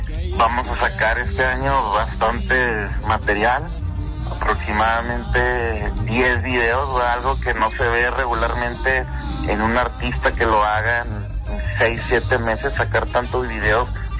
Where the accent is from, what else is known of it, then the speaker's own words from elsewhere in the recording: Juárez, Chihuahua, Mexico; Yo soy un niño que crecí en Juárez, y sin de la nada, sin nada